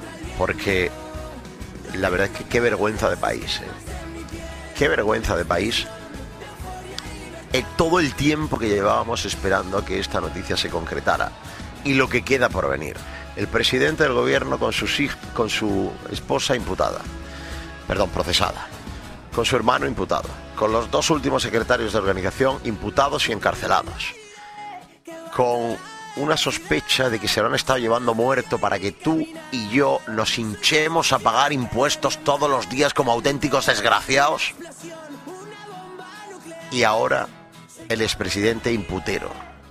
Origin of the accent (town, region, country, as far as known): Almería, Andalusia, Spain